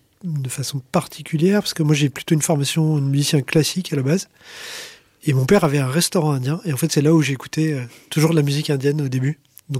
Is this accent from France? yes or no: yes; Paris, Île-de-France, France; oui, pareil, j'ai mon père qui est d'origine indienne, plutôt de l'Inde du Nord pour le coup. Mais moi j'ai grandi principalement à Paris